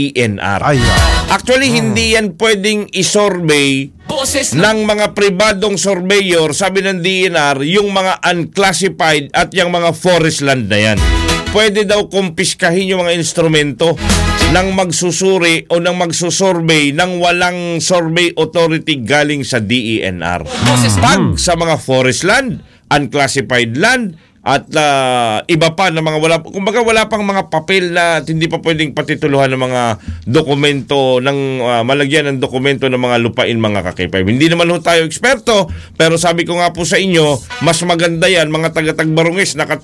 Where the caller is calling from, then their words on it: Puerto Princesa, Palawan, Philippines; pero loud and clear yung dating ninyo dito sa amin sa Puerto Princesa.